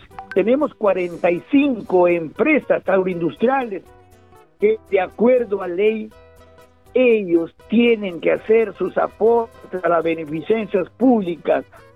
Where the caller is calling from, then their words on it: Olmos, Lambayeque, Peru; Los llevo a mi pueblo de Olmos en mi corazón.